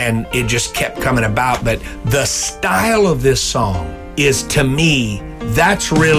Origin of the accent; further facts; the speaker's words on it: Louisiana, United States; It's that feel that I grew up in South Louisian